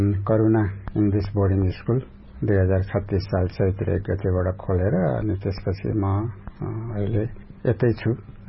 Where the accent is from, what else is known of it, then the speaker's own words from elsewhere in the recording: Kavrepalanchok District, Bagmati, Nepal; born there; moved away as an adult; now in Tikapur, Nepal; मेरो जन्म काभ्रे पलाञ्चोक जिल्लामा भएको हो, त्यहाँ फलाटे भन्ने ठाउँमा 2013